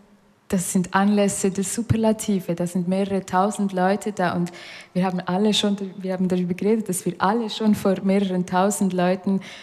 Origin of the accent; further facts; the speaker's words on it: Solothurn, Switzerland; Ich bin in der Stadt Solothurn aufgewachsen, daher auch ziemlich durchmischt, auch wenn die Mehrheit weiß ist.